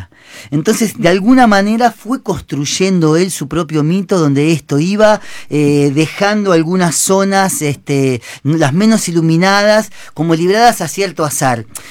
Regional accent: Argentina; qué somos los argentinos

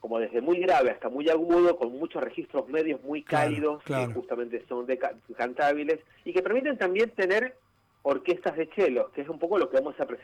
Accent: Peru; now in Argentina; yo vengo hace años ya acá en la Argentina, me radiqué, yo soy de Perú

